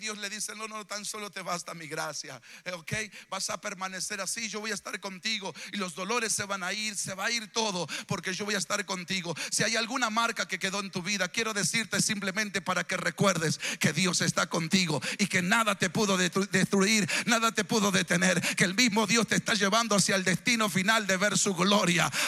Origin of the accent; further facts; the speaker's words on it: Argentina; en Argentina nosotros sacamos pecho como argentinos.